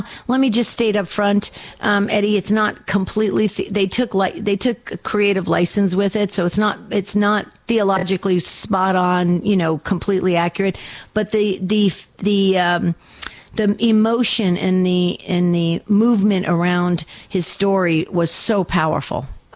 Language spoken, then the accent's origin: English; New Jersey, United States; moved away; I miss my New Jersey days. I grew up in northern New Jersey. We used to go down to the ocean all the time.